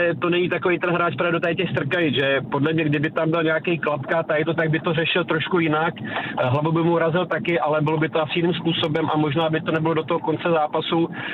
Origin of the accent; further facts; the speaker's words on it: Pardubice, Pardubice Region, Czechia; Já jako hrdej Pardubák